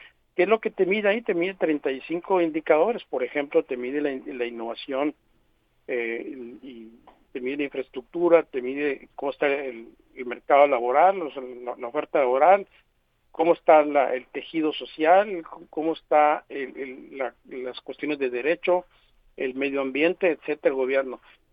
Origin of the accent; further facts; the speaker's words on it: Guaymas, Sonora, Mexico; yo soy de Guaymas, vivo un poco en Guaymas, pero yo recuerdo de niño, el agua de la llave era agua desalinizada, ¿no?